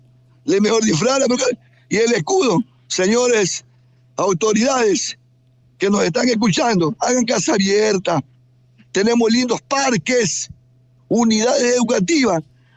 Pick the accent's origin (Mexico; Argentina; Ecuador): Ecuador; nos sentimos orgullosos ecuatorianos.